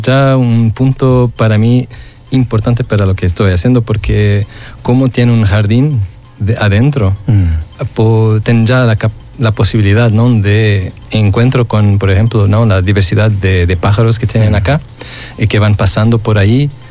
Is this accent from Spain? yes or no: no; Lisbon, Portugal; born there; Spanish is a second language; moved away; Yo soy muy, por lo mismo, muy atlántico. Vengo de nací en Lisboa, entonces el océano es, por lo mismo, muy cerca, claro. Muy presente.